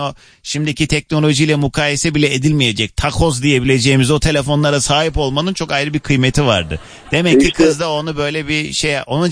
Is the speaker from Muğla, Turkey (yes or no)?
no; Istanbul, Turkey; born there; Küçükçekmece doğumluyum ben, evet.